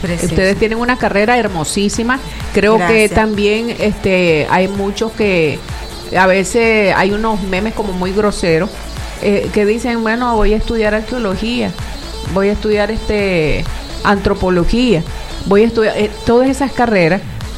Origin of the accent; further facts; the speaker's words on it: Nicaragua; todo lo que nos identificaba como nicaragüenses.